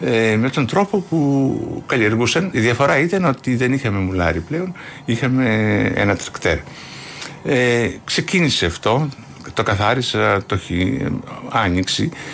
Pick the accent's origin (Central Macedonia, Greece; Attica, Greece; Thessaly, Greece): Thessaly, Greece; born there